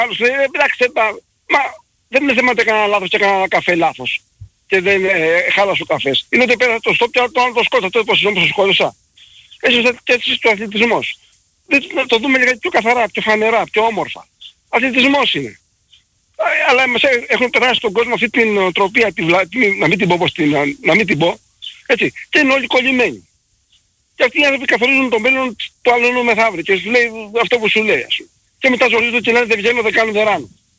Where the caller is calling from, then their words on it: Central Greece, Greece; είμαι από Εύβοια.